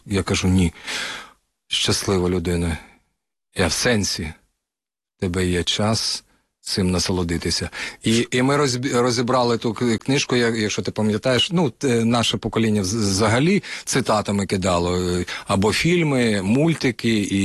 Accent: Kyiv, Ukraine; born there

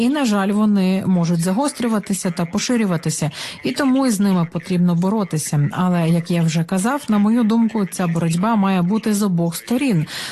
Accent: Poland; Тим часом ми, як поляки, потребуємо інтеграції з українцями, які тут.

